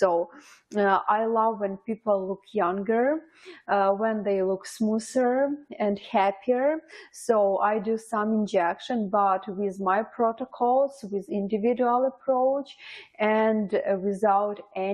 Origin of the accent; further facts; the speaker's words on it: Ukraine; now in Windsor, Canada; I'm from Ukraine, but I have been in Canada already 3.5 years and I have a small business here.